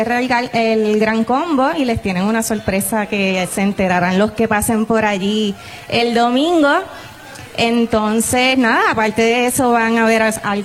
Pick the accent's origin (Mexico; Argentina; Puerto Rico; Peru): Puerto Rico; Salinas; Yo soy de Salinas, pero no como marisco.